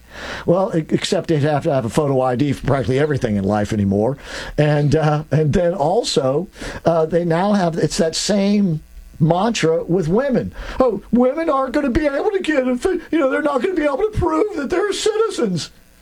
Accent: Georgia, United States; born there; now in Florida, United States; because I was born in Georgia, I actually had to send back to the county where I was born to get an official birth certificate.

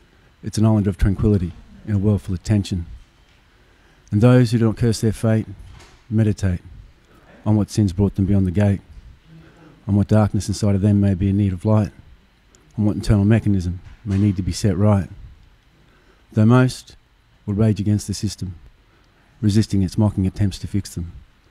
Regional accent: Queensland, Australia; I'm from Queensland. I've been down in Victoria for about 4 or 5 years.

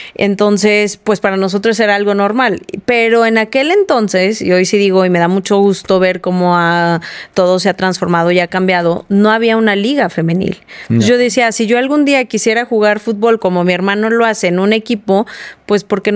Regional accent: San Luis Potosí, Mexico; moved away; yo soy originaria de San Luis Potosí

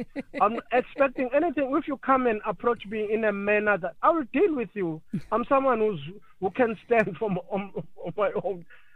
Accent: South Africa; now in Cape Town, South Africa; you're talking to someone who's got a dark skin, but born in South Africa, born and bred in South Africa

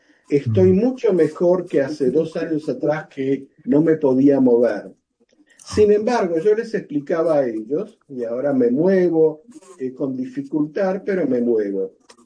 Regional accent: Argentina; Y yo soy originario de Argentina.

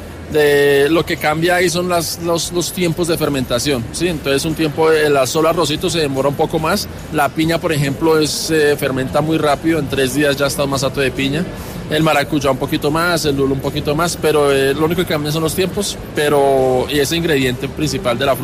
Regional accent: Bogotá, Colombia; born there; soy Rolo por parte de mamá, pero yo soy nacido aquí en Bogotá, amo Bogotá.

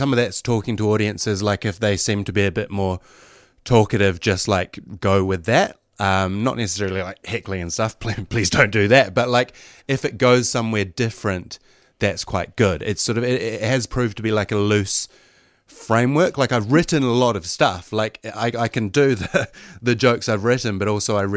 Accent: New Zealand; I am from New Zealand.

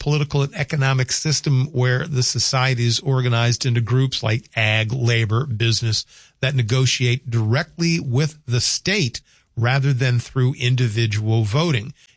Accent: the South, United States; We do a lot of family dinners in Sunday growing up in the South.

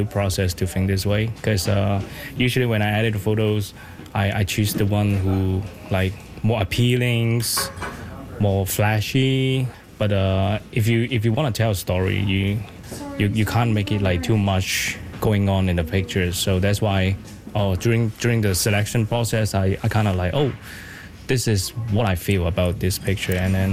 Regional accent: Hong Kong; moved away as an adult; now in Canada; I come from a whole different world. I come from Hong Kong.

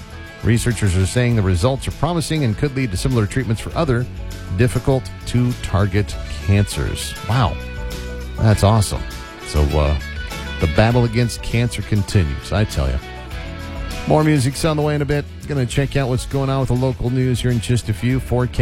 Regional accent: California, United States; moved away; we've got animal news out of my home state in California.

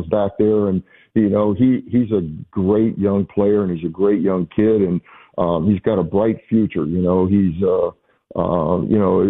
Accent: Florida, United States; Florida. You know, I grew up in Florida.

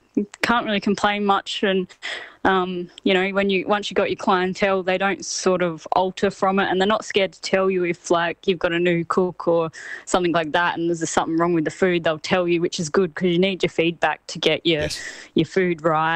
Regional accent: Kingscote, South Australia, Australia; Yeah, it was a good life. I mean, we're on the farm, so we just grew up feeding chickens, the pigs, just doing farm stuff, riding our bike in acres and acres of fields.

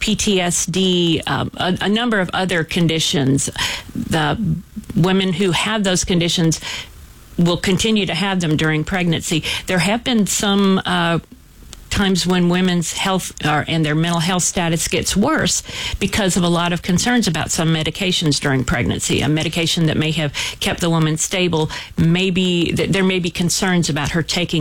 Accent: Columbia, South Carolina, United States; I grew up here in Columbia, moved away for a while for college and for the beginning of my career, and then came back in 2003.

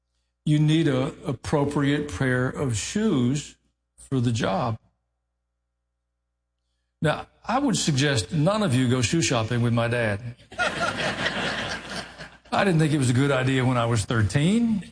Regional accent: Tennessee, United States; I grew up in Middle Tennessee. Most of you know that. My dad was a veterinarian.

